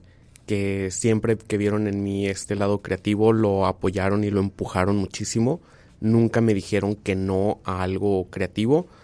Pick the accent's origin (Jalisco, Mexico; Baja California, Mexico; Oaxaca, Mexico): Baja California, Mexico; Tijuana; also born or lived in Hermosillo; Porque mis papás son de Hermosillo y es como... Me gusta honrar ese lado también de mis papás. Fueron, mi hermano mayor es de aquí de Tijuana, fueron a Hermosillo, me tuvieron y se regresaron prácticamente.